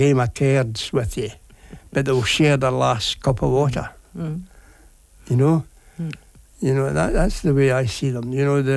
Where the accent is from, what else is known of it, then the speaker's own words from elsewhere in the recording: Scotland, United Kingdom; now in Govan, Glasgow, United Kingdom; I'm from Ayrshire, so living in Govan for a start is great.